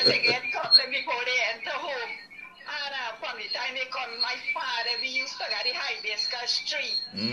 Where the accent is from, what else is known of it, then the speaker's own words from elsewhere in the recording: Good Fortune, Guyana; now in Canal No. 2, Guyana; We used to live in Good Fortune, 2 miles.